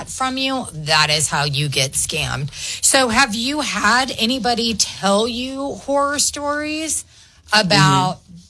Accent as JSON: {"language": "English", "region": "Oklahoma", "country": "United States", "said": "we're from Oklahoma."}